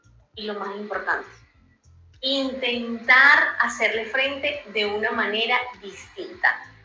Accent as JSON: {"language": "Spanish", "country": "Venezuela"}